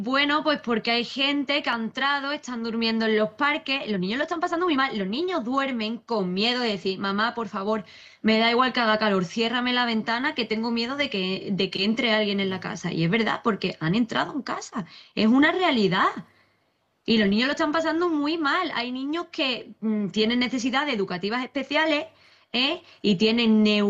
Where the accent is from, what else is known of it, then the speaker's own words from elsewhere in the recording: Spain; Los nuestros merecen desarrollarse en un entorno seguro, como cualquier niño en la península, porque somos españoles.